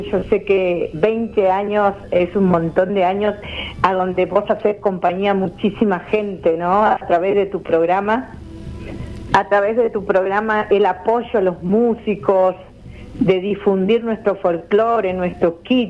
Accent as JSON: {"language": "Spanish", "region": "Santiago del Estero", "country": "Argentina", "tie": "born there", "moved": "yes", "said": "nos sentimos identificadas lo que nacimos allá, Sacha Ocupi, ¿no? En medio del monte, Aspa Ocupi."}